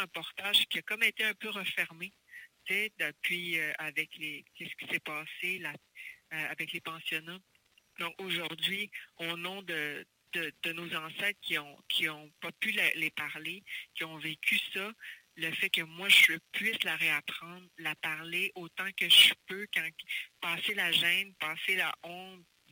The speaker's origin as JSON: {"language": "French", "town": "Mashteuiatsh", "region": "Quebec", "country": "Canada", "said": "Pour moi, je suis Innu de Mastouyat."}